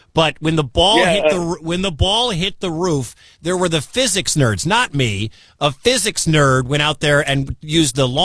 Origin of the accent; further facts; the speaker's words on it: Detroit, Michigan, United States; moved away; I'm originally from the Detroit area and grew up a Michigan fan.